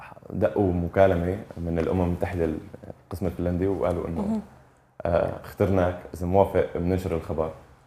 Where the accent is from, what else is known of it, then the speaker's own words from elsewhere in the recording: Syria; وبالاول والاخير نحن ناس قبل ما نكون لاجئين. فهي الفكره انه حابب اوضحها كمان هنيك وهون بكل مكان، نحن كسوريين ما لنا اقل من حدا